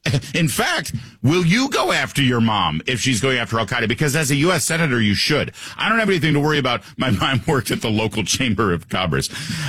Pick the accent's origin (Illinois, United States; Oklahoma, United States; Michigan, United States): Michigan, United States; also born or lived in California; I'm from, even though I spent more of my adult life in California than in Michigan, I will still say I'm from Michigan. I am a Michigander. I am a Midwesterner.